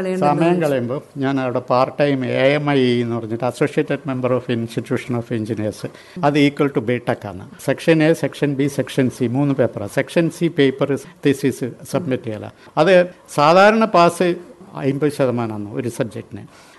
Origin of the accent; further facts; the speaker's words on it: Kerala, India; Chennai petroleum Madras refineries തന്നെ, പക്ഷേ തമിഴല്ല, ഞാൻ മലയാളിയാണ്.